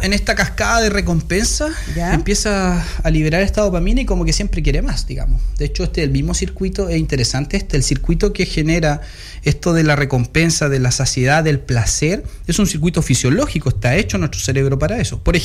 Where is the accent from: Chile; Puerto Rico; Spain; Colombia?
Chile; Como buen chileno hay que bailar cueca.